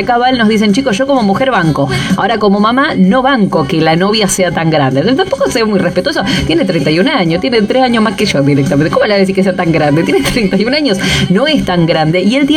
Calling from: Rosario, Santa Fe, Argentina; Buen domingo, chicos … de Rosario.

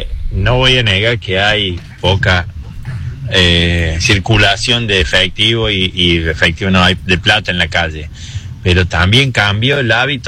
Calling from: Salsipuedes, Córdoba, Argentina; yo soy del interior, soy de Sal Si Puede

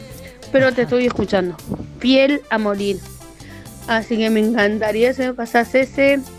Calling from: Buenos Aires, Argentina

